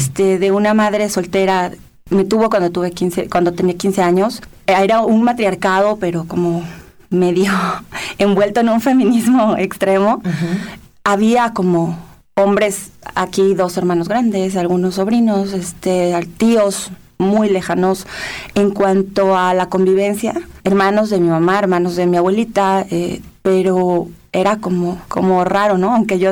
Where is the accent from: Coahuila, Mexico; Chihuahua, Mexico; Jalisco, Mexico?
Jalisco, Mexico; Guadalajara; Sí, bueno, yo soy de Guadalajara.